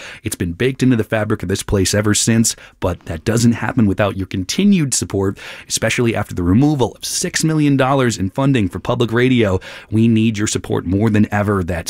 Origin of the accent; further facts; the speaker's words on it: Minnesota, United States; I grew up here in Minnesota.